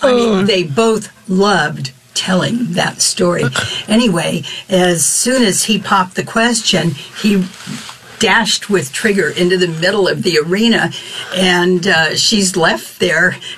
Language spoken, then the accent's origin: English; Dallas, Texas, United States; born there; I was born here in Dallas